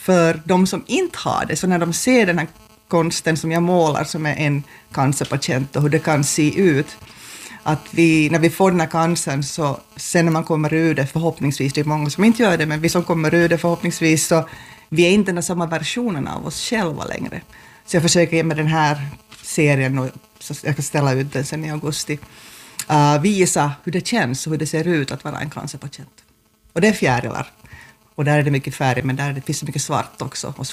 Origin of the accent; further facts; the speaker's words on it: Jakobstad, Ostrobothnia, Finland; moved away as an adult; also born or lived in United States; now in Vörå, Finland; jag är född i Vörå, förstås född på Centralsjukhuset i Vasa, men sen flyttade vi till Jakobstad, så barndomen och ungdomen så bodde i Jakobstad. Och sen så 1989 så flyttade jag till USA.